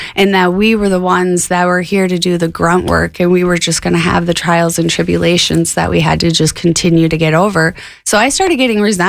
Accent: Minneapolis, Minnesota, United States; Well, I grew up in the Twin Cities of Minneapolis, and I have three siblings.

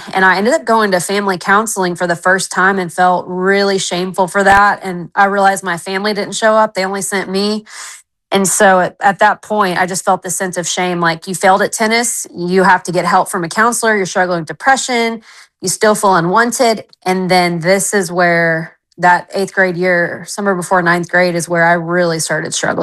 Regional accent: Texas, United States; now in Knoxville, United States; We're originally from West Texas, though. So, but now we live in Knoxville.

